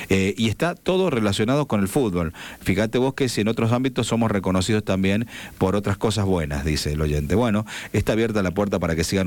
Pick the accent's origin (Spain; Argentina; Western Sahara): Argentina